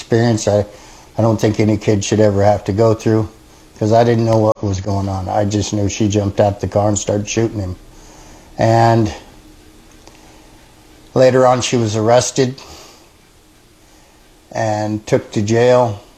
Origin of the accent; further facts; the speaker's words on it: Alaska, United States; because that's the way I was raised in Alaska.